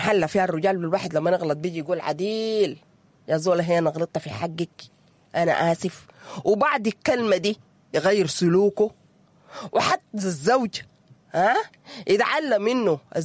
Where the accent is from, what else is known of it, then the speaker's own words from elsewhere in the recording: Sudan; نحن كسودانيين متعودين على الاحتزار